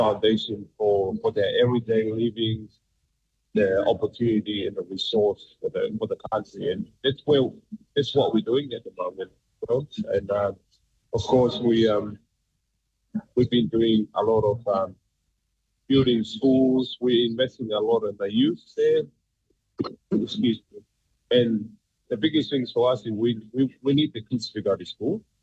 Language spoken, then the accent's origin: English; Tonga; me being a kid that born and raised in Tonga, was I'm always keep my life very basic and very simple